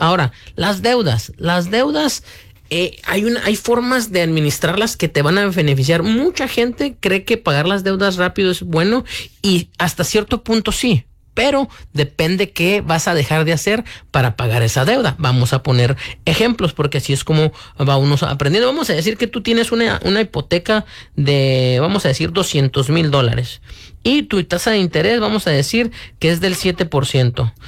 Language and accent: Spanish; Mexico; now in United States; yo amo mi México, soy mexicano, pero estoy mejor aquí